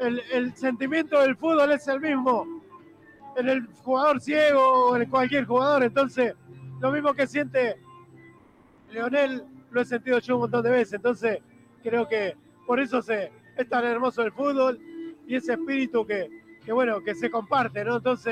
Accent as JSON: {"language": "Spanish", "country": "Argentina"}